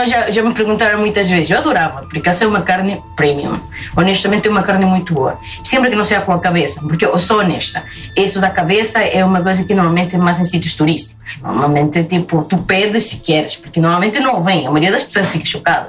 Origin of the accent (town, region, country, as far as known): Pucallpa, Ucayali, Peru; Portuguese is a second language